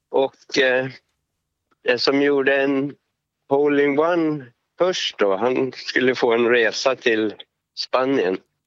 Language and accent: Swedish; Sveg, Jämtland County, Sweden; jag har gjort någon här hemma i Sveg bara på träning när jag har gått själv